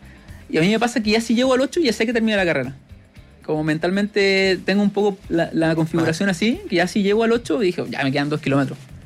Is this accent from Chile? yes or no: yes; Chile; ya a nivel como seleccionado chileno